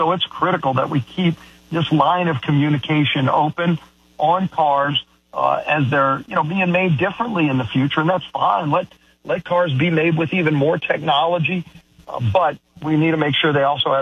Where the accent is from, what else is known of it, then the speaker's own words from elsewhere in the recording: New Orleans, Louisiana, United States; I mean, look, I come from New Orleans.